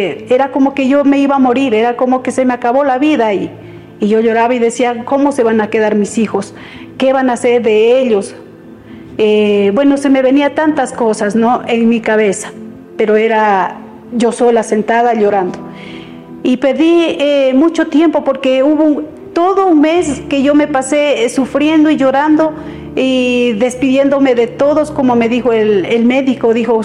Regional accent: Carchi, Ecuador; now in Quito, Ecuador; Yo vine del Carchi aquí a Quito, donde me enfrenté a muchos riesgos sin tener a nadie aquí.

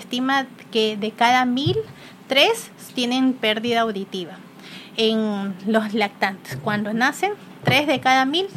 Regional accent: Ecuador

